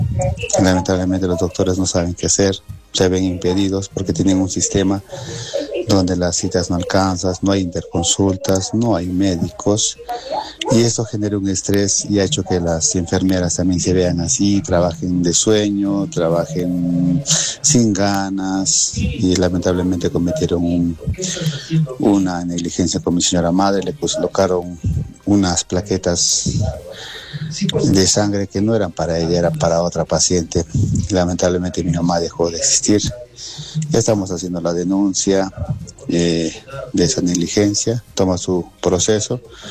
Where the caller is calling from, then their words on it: Arequipa, Peru; de Alto Cerro Alegre, siempre fiel oyente a la radio.